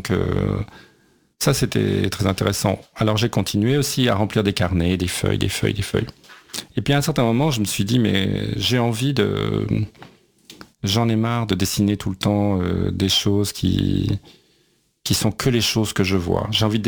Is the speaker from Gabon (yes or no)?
no; Algeria; born there; also born or lived in France; En réalité, je suis né